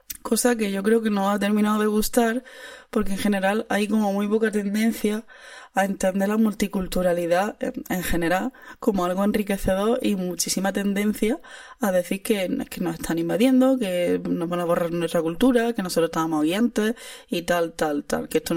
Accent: Andalusia, Spain; accent: Andalusian; pues lo interpreta una persona mesetaria, exagerando mucho nuestro acento

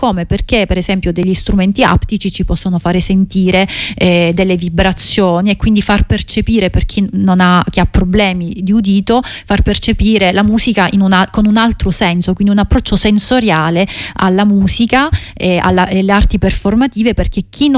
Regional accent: Calabria, Italy; now in Brussels, Belgium; fare sentire la nostra voce da calabresi, da Bruxelles, ma anche quando siamo in Calabria

